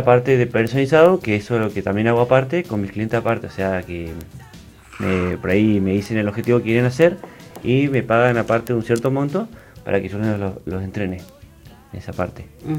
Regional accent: Río Gallegos, Santa Cruz, Argentina; born there; Sí, nací acá.

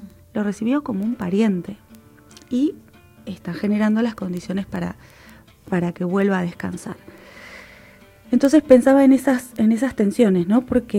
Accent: Río Turbio, Santa Cruz, Argentina; Recordemos que yo soy de Río Turbio

